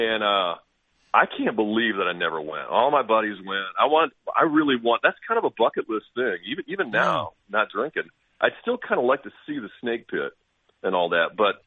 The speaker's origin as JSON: {"language": "English", "region": "Wisconsin", "country": "United States", "tie": "born or raised there", "said": "growing up in Wisconsin"}